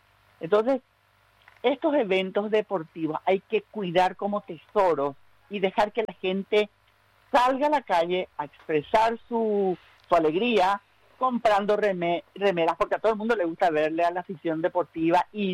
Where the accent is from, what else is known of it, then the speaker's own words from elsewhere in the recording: Paraguay; Y hablo como paraguaya, por eso hablo en plural.